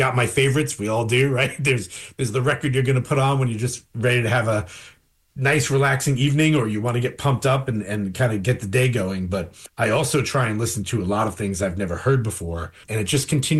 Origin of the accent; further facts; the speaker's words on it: New York, United States; I didn't know those as names growing up in New York